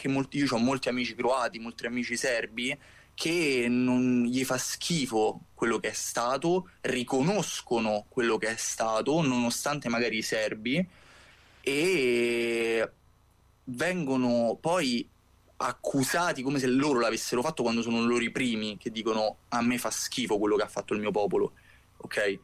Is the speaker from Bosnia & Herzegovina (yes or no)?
yes; Kotor Varoš, Republika Srpska, Bosnia & Herzegovina; moved away; nonostante io non sono di Sarajevo, io sono di Banja Luka, di Kotor Varoš per lo specifico